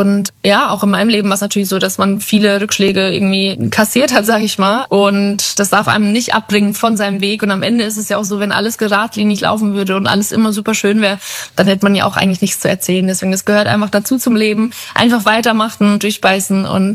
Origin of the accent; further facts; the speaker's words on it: Bavaria, Germany; dann ist für mich der beste Ort, um die Batterien wieder aufzuladen, definitiv Bayern. Mein Heimatort, wo ich aufgewachsen bin, das Haus meiner Eltern